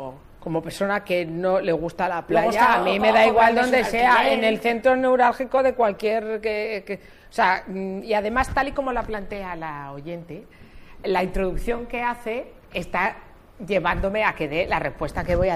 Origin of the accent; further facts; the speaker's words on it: Málaga, Andalusia, Spain; soy de Málaga y soy periodista.